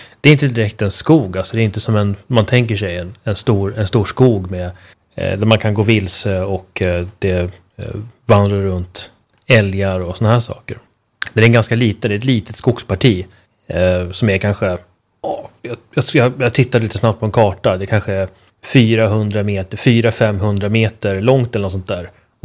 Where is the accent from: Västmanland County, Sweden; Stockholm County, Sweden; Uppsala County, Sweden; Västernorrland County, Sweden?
Uppsala County, Sweden; Uppsala; min hemstad Uppsala, utan från min hemstadsdel Eriksberg i Uppsalas sydvästra utkanter. Där är jag född och uppvuxen